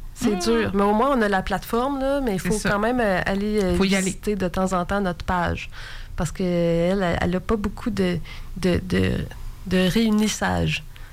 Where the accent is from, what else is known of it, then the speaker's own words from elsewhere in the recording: Quebec, Canada; moved away; moi, je viens quand même du fin fond d'Abitibi, puis j'étais pas mal loin du milieu littéraire, on pourrait dire que j'étais à peu près à 1000 kilomètres.